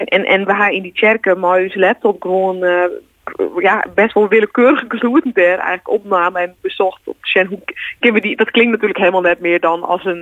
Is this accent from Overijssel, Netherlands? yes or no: no; Amsterdam, North Holland, Netherlands; first language West Frisian; Dutch is a second language; now in Friesland, Netherlands; Het is mijn memmentaal. Ik kom grappig nog zelfs uit Amsterdam. Daar ben ik opgegroeid, maar ik ben wel Friestalig grootgebracht. En wat mijn ouders binnen beide komen beide uit Friesland en die ben toen verhuisd in Amsterdam.